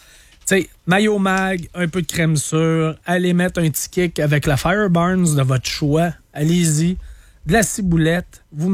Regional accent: Trois-Pistoles, Quebec, Canada; j'ai passé mon enfance à Trois-Pistoles, en face des Escoumins.

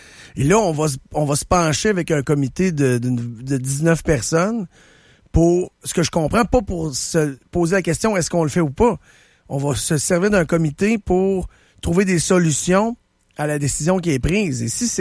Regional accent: Quebec, Canada; En tant que Québécois

